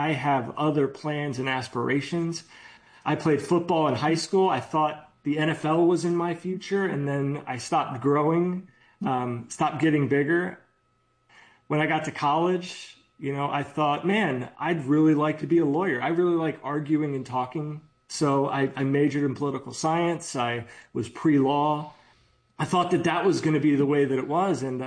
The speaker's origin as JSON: {"language": "English", "region": "Maryland", "country": "United States", "tie": "born or raised there", "said": "growing up in the Baltimore, Washington metropolitan area, that's, you know, it's very similar."}